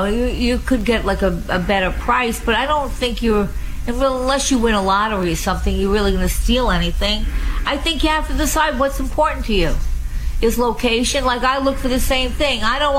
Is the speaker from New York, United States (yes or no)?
yes; Long Island, New York, United States; You know, I was from Long Island, so it wasn't really about transportation because really, if you don't have a car on Long Island, I don't know.